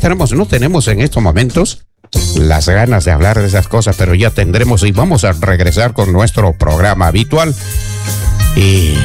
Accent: Junín, Peru; born there; now in Lima, Peru; Pronto estaremos por Junín, en la histórica provincia de Junín, mi pueblo, mi ciudad, mis raíces.

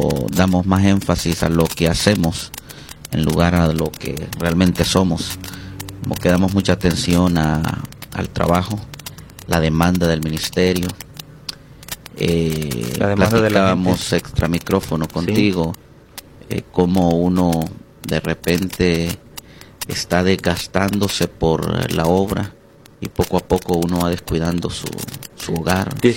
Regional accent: Tegucigalpa, Francisco Morazán, Honduras; born there; Honduras, nací en Tegucigalpa.

